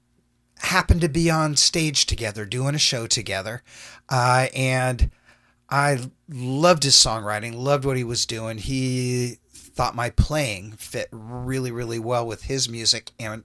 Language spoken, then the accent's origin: English; Marin County, California, United States; We both grew up in Marin. We're both exactly the same age.